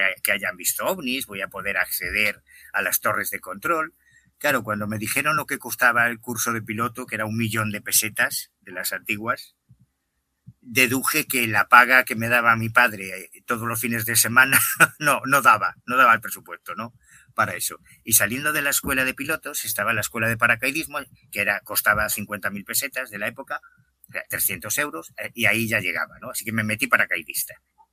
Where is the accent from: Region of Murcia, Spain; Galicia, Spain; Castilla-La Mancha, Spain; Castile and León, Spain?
Galicia, Spain; Betanzos; yo soy un chaval de Betanzos, de La Coruña